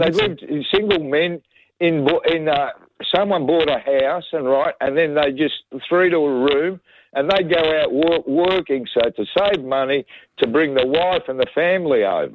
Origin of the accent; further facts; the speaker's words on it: Fitzroy, Victoria, Australia; also born or lived in Italy; I'm a first generation. I was born in Italy, but I came over young, right? 27 days on a ship, right? So I've got no memories of the old country, right? But, and then I lived in Fitzroy.